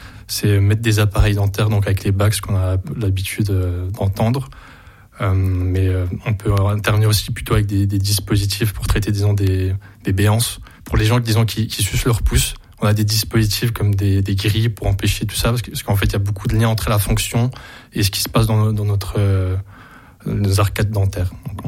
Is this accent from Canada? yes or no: no; Montbéliard, Bourgogne-Franche-Comté, France; moved away; je suis originaire de Montbéliard